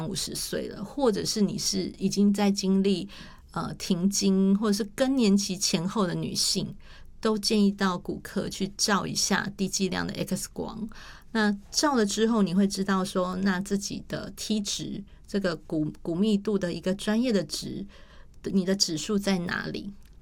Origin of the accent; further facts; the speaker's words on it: Taiwan; 所以在我们台湾人的平均的寿命越来越长了，